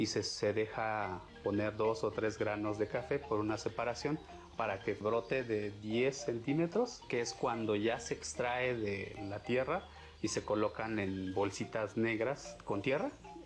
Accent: Tanetze de Zaragoza, Oaxaca, Mexico; provengo de la comunidad de Tanetze, Zaragoza, el lugar y en donde producimos y vivimos con el café.

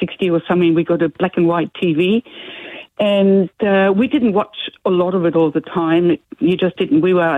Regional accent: Hamburg, Germany; moved away; I grew up in Hamburg, born in Hamburg and grew up in Hamburg

